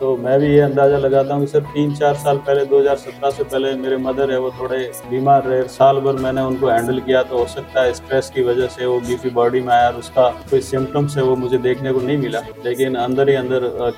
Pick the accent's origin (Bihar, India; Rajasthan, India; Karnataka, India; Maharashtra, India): Rajasthan, India; Sirohi district; Sir, मैं राजस्थान सिरोही जिले से हूं। अभी राजस्थान गवर्नमेंट के अंदर मैं एज ए प्राइमरी टीचर गांव के अंदर ही पद स्थापित हूं।